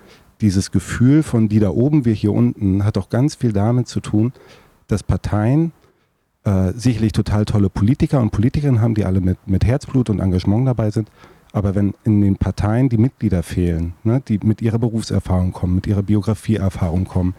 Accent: Ludwigslust, Mecklenburg-Vorpommern, Germany; now in Rostock, Germany; bin gar nicht in Rostock geboren. Ich lebe seit über 20 Jahren total gerne in Rostock. Rostock ist meine Heimatstadt geworden, aber geboren und aufgewachsen bin ich in Ludwigslust. Ich bin in den 80ern geboren, das heißt meine Jugendzeit war in den 90ern.

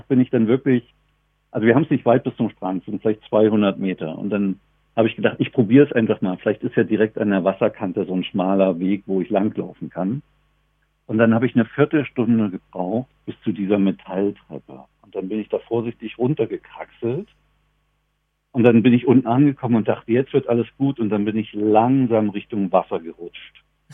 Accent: Dessau, Saxony-Anhalt, Germany; Nee, das war in Dessau, wo ich herkomme.

